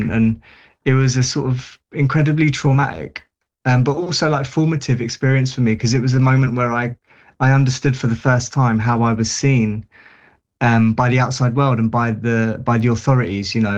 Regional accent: London, United Kingdom; So it was a similar deal in where I grew up in South London.

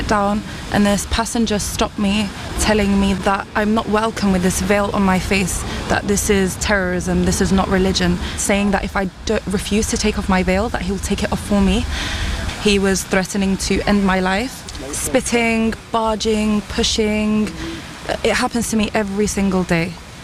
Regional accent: London, United Kingdom; I was born and raised in London and I've always felt safe wearing the hijab

